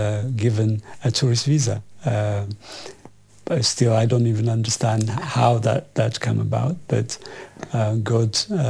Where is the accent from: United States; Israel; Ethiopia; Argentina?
Ethiopia; moved away as an adult; now in United Kingdom; I'm from Ethiopia. I came with $250 in my pocket, knowing nothing about Britain, knowing English